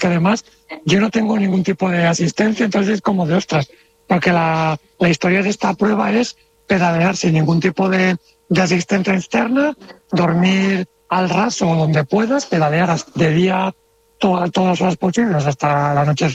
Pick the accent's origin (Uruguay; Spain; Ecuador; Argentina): Spain; Valencia, Valencian Community; yo soy de Valencia, nos conocemos desde mucho tiempo